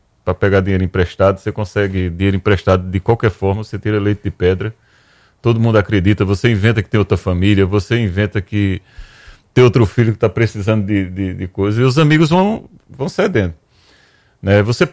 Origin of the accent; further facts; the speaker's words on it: Maceió, Alagoas, Brazil; moved away as an adult; also born or lived in Goiás; now in Maceió, Brazil; eu sou servidor público federal lá em Goiás, sou daqui de Maceió, mas sou em Goiás, aí voltei para Maceió para me tratar